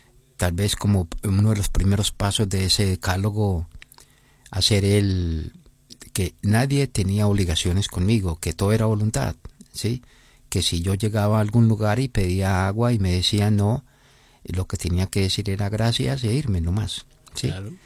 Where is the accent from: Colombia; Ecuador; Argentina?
Colombia; Medellín, Antioquia; moved away as an adult; now in Uruguay; Soy de Medellín, Colombia